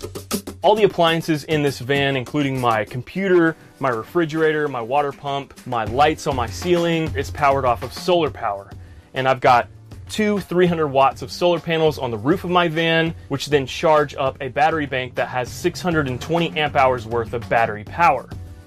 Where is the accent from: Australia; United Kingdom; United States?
United States; Augusta, Georgia; moved away as an adult; also born or lived in Orlando, Florida / Atlanta, Georgia; I'm originally from Augusta, Georgia. I grew up there, and then I moved off to college to Orlando, Florida to go to film school. And then from there, I started working in Atlanta in the film industry.